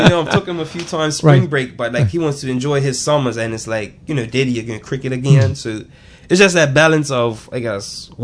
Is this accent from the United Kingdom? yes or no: no; St. George's, Bermuda; as a St. George's boy